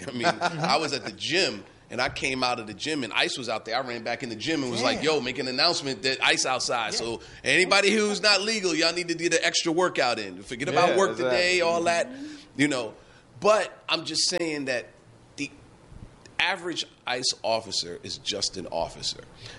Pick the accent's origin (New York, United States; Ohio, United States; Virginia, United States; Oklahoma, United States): New York, United States; New York City; I'm a New Yorker.